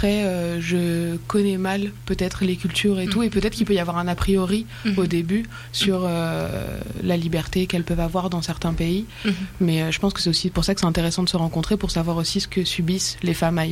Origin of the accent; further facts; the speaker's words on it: France; J'ai 29 ans. Je suis française aussi